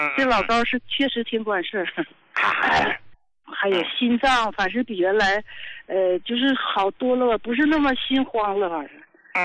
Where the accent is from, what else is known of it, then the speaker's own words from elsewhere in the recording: Qiqihar, Heilongjiang, China; 我是黑龙江的，那啥，齐齐哈尔的，71岁了。